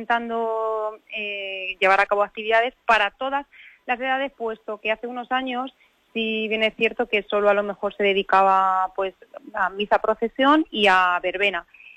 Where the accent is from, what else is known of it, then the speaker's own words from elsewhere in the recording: Gabaldón, Castilla-La Mancha, Spain; de mi pueblo, Carolina? Gabaldón, somos todos en una, somos un pueblo muy unido